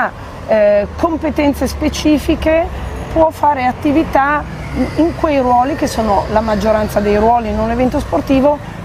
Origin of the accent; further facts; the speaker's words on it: Imperia, Liguria, Italy; Io sono di Imperia.